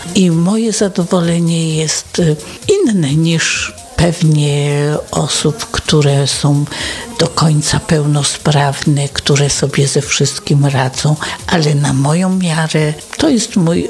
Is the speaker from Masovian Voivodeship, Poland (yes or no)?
no; Koszalin, West Pomeranian Voivodeship, Poland; Jestem emerytką z Koszalina